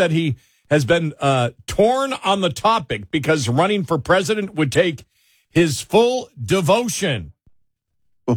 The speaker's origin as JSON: {"language": "English", "town": "Buffalo", "region": "New York", "country": "United States", "accent": "Buffalo", "said": "I really can't get away with that with my Buffalo accent, can I?"}